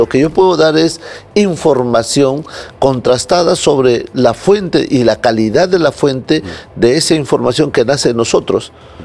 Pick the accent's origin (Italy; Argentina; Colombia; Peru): Peru; nosotros como peruanos